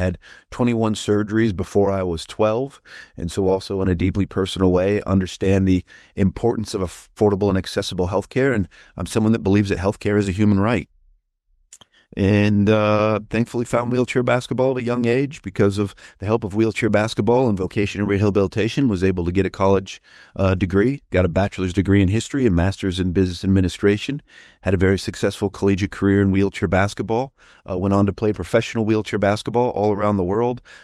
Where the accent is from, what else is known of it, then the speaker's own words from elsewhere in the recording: Council Bluffs, Iowa, United States; He won my hometown and community of Council Bluffs by 10 points, and I was able to win my district by nearly 6 points. And that was 50% more overperformance than any other Democrat in the state. I am born in a place called Council Bluffs, Iowa